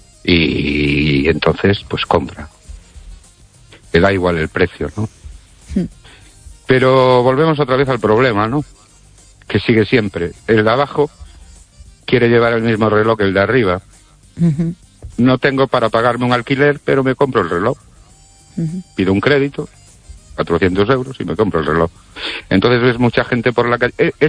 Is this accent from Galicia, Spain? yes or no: yes; Ourense, Galicia, Spain; de Orense, buenas noches, querido oyente.